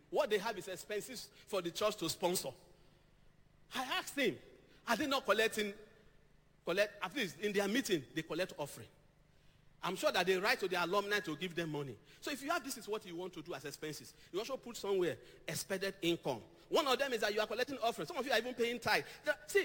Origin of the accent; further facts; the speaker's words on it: Akure, Ondo, Nigeria; as a young man growing up in Trem, Akure